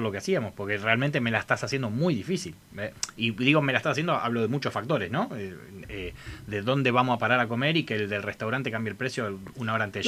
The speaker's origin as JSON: {"language": "Spanish", "country": "Argentina", "said": "somos un país joven"}